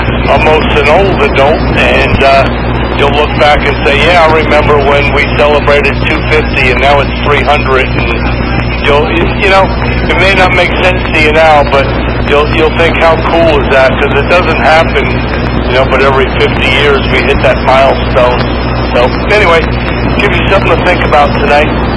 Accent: New York, United States; moved away; I grew up in New York

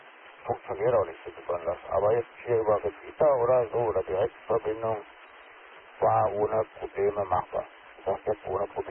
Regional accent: Schleswig-Holstein, Germany; in meiner Heimat da oben, Schleswig-Holstein, war sehr schön dort.

